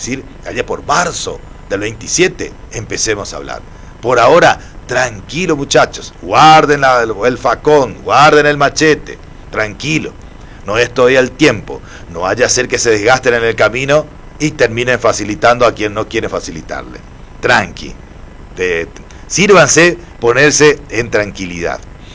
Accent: Argentina

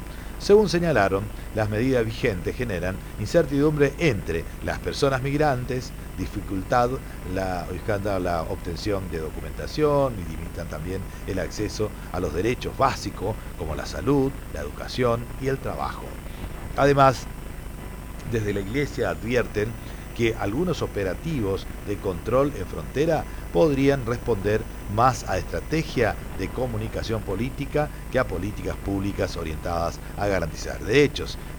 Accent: Argentina

